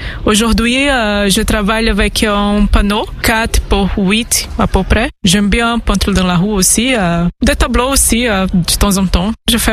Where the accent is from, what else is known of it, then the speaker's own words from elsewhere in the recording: Belém, Pará, Brazil; French is a second language; Je suis brésilienne et ma ville c'est Belém, qui c'est en Amazonie, c'est nord du Brésil.